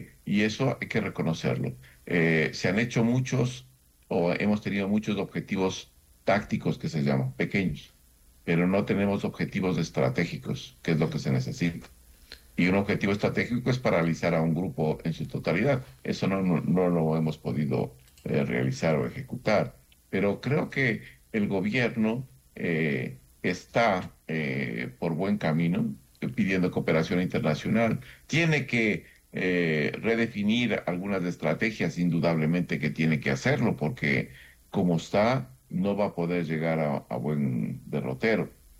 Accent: Ecuador

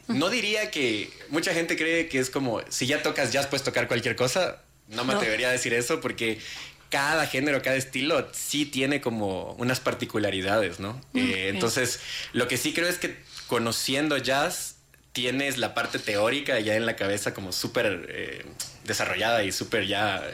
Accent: Ecuador; Siendo ecuatoriano, ¿cómo así en inglés?

